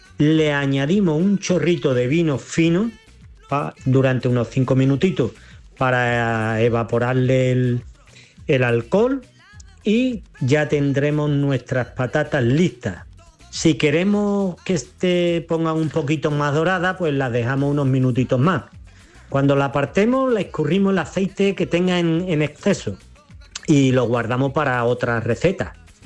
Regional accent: Mijas, Andalusia, Spain; de la Laguna de Mija. Pues hoy vamos a hacer una receta que tiene mucha historia y mucha tradición en nuestros pueblos de Andalucía

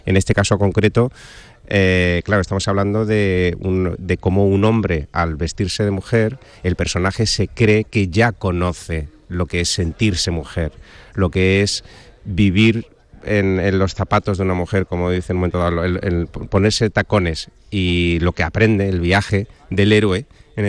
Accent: Seville, Andalusia, Spain; a Andalucía, a Sevilla, a mi tierra

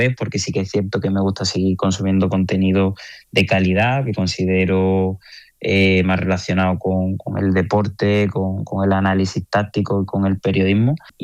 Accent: Spain; moved away as an adult; now in United Arab Emirates; Como españoles, nosotros nos hemos criado desde bien pequeñitos con un modelo en los coles de educación física muy bueno

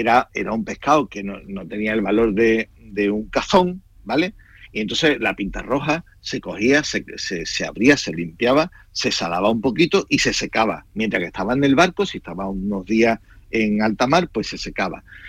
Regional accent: El Puerto de Santa María, Andalusia, Spain; Yo soy del puerto de Santa María, ¿no? Y de la provincia de Cádiz

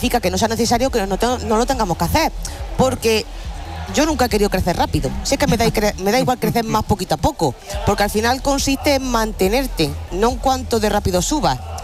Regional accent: Guadix, Andalusia, Spain; Guadí, que es mi pueblo.

